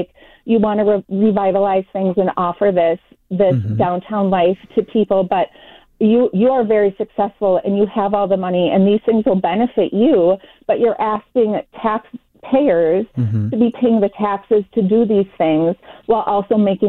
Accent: Rochester, Minnesota, United States; And from me, I grew up in Rochester. I put myself through college. I grew up in a poor family.

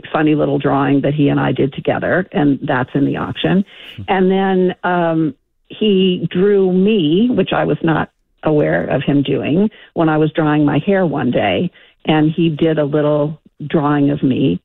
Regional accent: Ashtabula, Ohio, United States; does have the name of my hometown in it, which is Ashtabula. Not a common city name.

